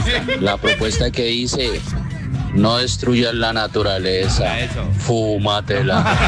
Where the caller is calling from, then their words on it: Palmira, Valle del Cauca, Colombia; es de Palmira